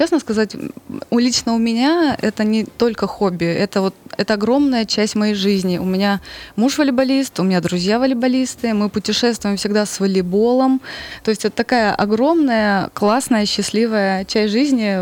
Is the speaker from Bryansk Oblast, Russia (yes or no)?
yes; Starodub, Bryansk Oblast, Russia; из Стародуба.